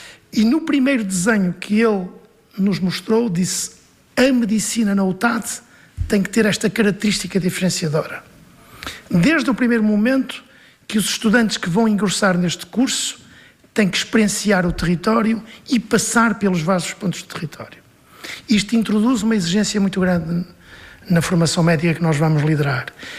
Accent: São João da Pesqueira, Norte, Portugal; E de forma que o Douro para mim é a minha terra e eu vivo isto numa dupla dimensão sempre.

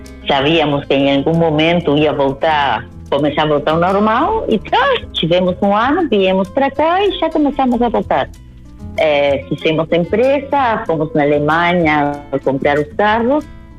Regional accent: Rio Branco, Cerro Largo, Uruguay; also born or lived in Melo; Eu nasci em Melo e vim para Rio Branco, que a família da minha mãe é daí.

